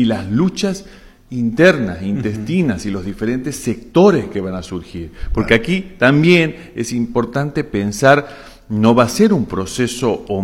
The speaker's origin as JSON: {"language": "Spanish", "country": "Argentina", "said": "nosotros, por supuesto, como argentinos"}